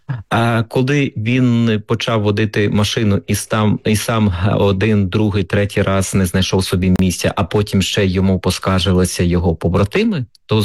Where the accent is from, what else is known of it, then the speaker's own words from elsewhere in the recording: Kharkiv, Kharkiv Oblast, Ukraine; now in Lviv, Ukraine; а я зараз від 22-го року мешкаю у Львові, так склалося, хоча, Галю, ви знаєте, що я сам